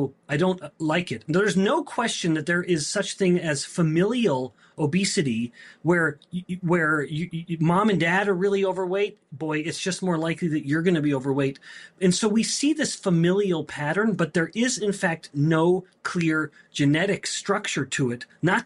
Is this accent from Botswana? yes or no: no; Canada; as a Canadian boy